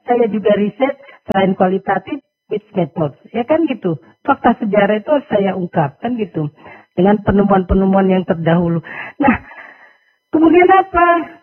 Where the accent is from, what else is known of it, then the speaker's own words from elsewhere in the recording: North Sumatra, Indonesia; kami adalah orang Angkola.